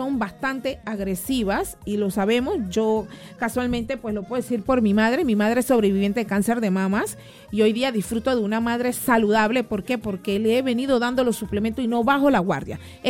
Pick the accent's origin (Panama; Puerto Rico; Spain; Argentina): Panama; yo tengo que ayudar a mi pueblo panameño.